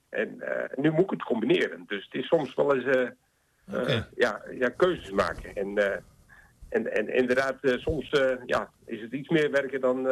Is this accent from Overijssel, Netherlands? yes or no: yes; Rijssen, Overijssel, Netherlands; moved away as an adult; also born or lived in Nijverdal; now in Heerde, Netherlands; Een rasechte tukker. En ik ben geboren in Rijssen, heb daar eigenlijk ook mijn hele jeugd gewoond. Ik ging naar de middelbare school in Nijverdal. Dus wat dat betreft, ik heb in twee werelden geleefd. In Rijzen en in Nijverdal.